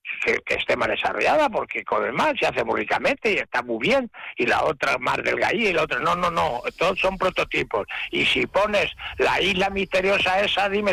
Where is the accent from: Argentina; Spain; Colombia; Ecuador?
Spain; Soy español